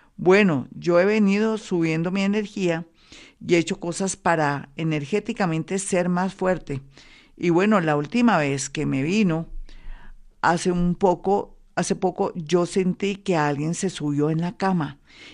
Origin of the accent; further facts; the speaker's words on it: Colombia; ¿Ustedes por qué creen que los colombianos, en medio de tanto rollo, de tantas cosas, son felices o somos felices?